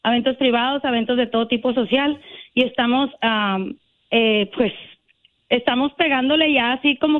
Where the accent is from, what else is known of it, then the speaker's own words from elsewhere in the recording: Mexicali, Baja California, Mexico; moved away; Ya cuando estaba allá en el Valle de Mexicali, yo nací en el Ejido DF